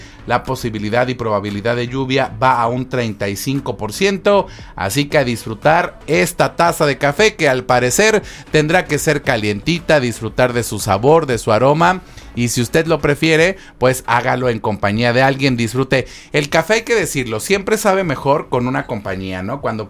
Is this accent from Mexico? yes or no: yes; Mexico; Los mexicanos, ahora con lo que decía Carmen, somos como que somos muy hospitalarios